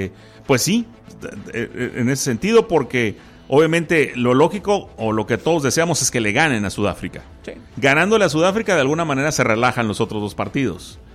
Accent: Mexico; así somos los mexicanos

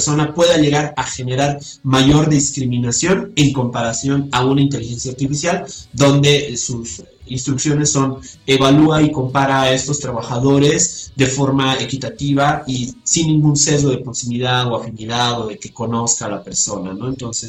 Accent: Bolivia

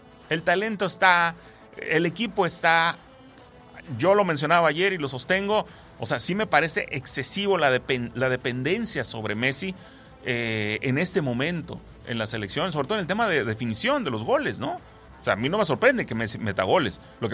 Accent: Mexico; Siendo yo mexicano, pues siempre voy con México, obvio.

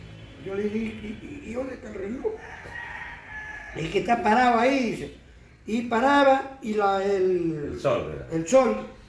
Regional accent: Manta, Manabí, Ecuador; Nací aquí mismo, aquí donde estoy

